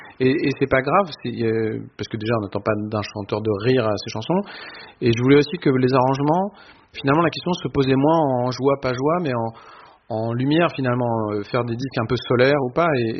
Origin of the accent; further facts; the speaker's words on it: Normandy, France; Après, comme moi je suis normand, je suis un peu ignifugé, par exemple, contre... les ambiances de pluie.